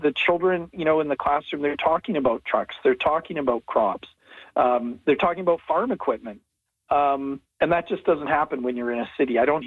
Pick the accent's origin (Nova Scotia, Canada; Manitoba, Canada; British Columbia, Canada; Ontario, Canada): Manitoba, Canada; Dauphin; now in Portage la Prairie, Canada; growing up in Dauphin